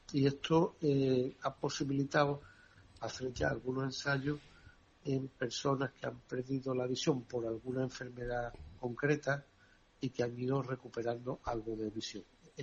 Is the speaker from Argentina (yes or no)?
no; Spain; no somos los españoles más tontos que ellos